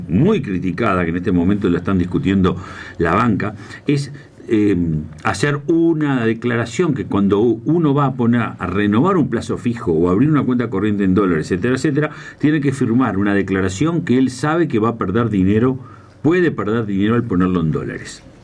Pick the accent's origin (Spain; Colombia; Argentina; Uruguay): Uruguay